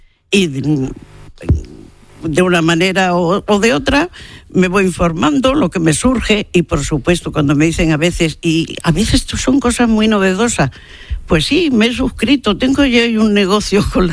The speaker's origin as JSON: {"language": "Spanish", "region": "Andalusia", "country": "Spain"}